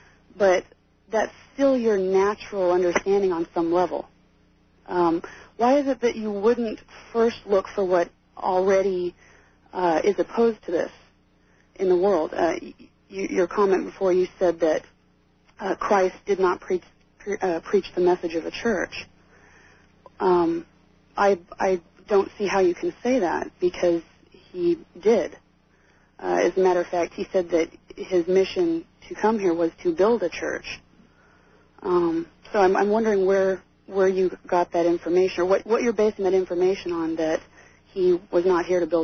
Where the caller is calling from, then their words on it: Minneapolis, Minnesota, United States; I'm calling from the Minneapolis-St. Paul area.